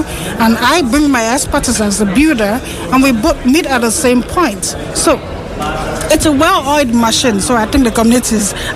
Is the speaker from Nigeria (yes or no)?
yes; Nigeria; now in Albania; I'm from Nigeria, but I live in Albania.